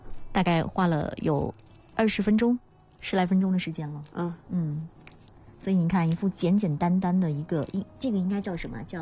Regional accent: China; 我们中国人

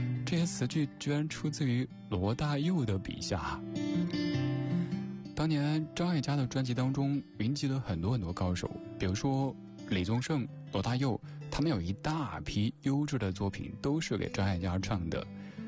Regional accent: Sichuan, China; 尤其我们四川人特别喜欢吃豌豆尖

